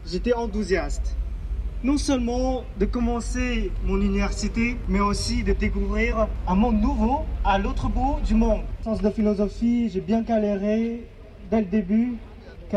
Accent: Inner Mongolia, China; French is a second language; moved away; C'est ma langue de chez moi, d'un tout petit village en Mongolie intérieure, en Chine.

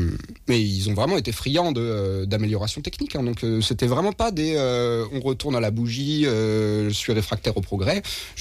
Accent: Orléans, Centre-Val de Loire, France; je viens d'Orléans

